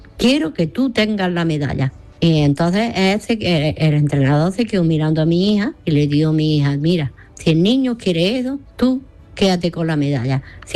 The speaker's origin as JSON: {"language": "Spanish", "town": "Granada", "region": "Andalusia", "country": "Spain", "said": "Y iba a decir de que el por qué digo que soy de Granada."}